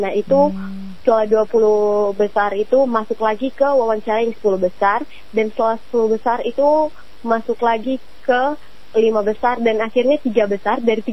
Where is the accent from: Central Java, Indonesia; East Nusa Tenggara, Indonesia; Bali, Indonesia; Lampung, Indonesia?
East Nusa Tenggara, Indonesia; Manggarai; di kebetulan saya juga dari Manggarai. Jadi di sana itu kami ada forum anak.